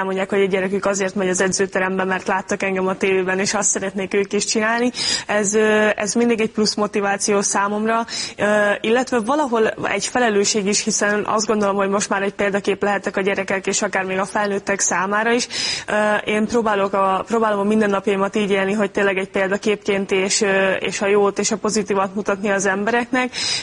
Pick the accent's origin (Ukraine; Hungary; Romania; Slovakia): Hungary; Kőszeg, Vas; now in Budapest, Hungary; például Kőszegen, a kis városban, ahonnan jöttem